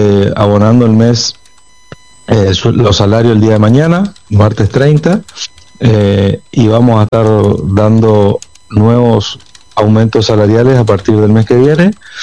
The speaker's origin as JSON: {"language": "Spanish", "country": "Argentina", "lives_now": "Santo Tomé, Argentina", "said": "estamos viviendo como todos los argentinos, con mucha alegría"}